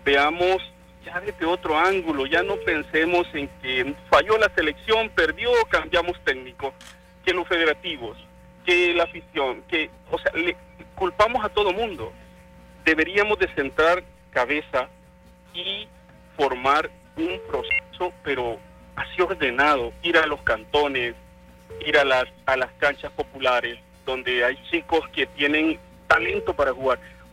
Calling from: Izalco, Sonsonate, El Salvador

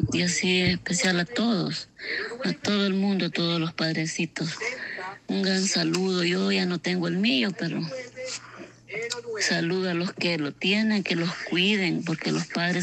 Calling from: Zaragoza, La Libertad, El Salvador; Los saluda … de aquí de Zaragoza.

